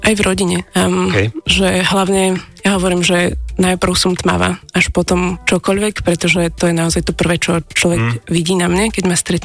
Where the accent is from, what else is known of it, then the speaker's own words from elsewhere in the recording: Bratislava, Bratislava Region, Slovakia; Moja mama je z Prešova, môj tatino je z Gvinej. Takže, ale ja už som Bratislavčan.